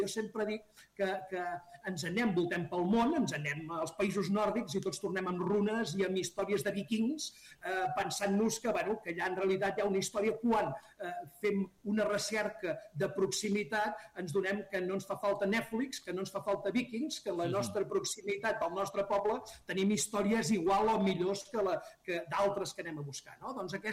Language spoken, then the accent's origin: Catalan; Catalonia, Spain; el Comte Arnau del meu poble